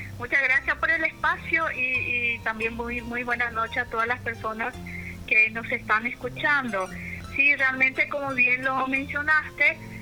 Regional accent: Paraguay; born there; nos sentimos paraguayos por haber nacido aquí, ¿verdad? Aunque de sangre somos de ascendencia japonesa.

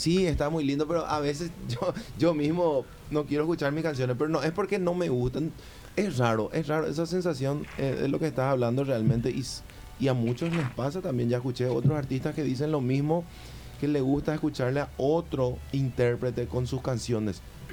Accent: Asunción, Paraguay; born there; Yo nací en la ciudad de Asunción, sí, en el hospital militar.

